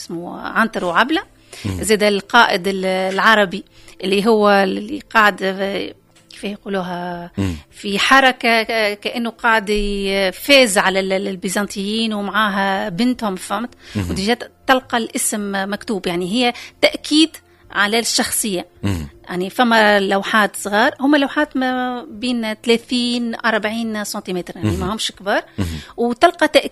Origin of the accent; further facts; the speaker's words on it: Tunisia; احنا في بلادنا تونس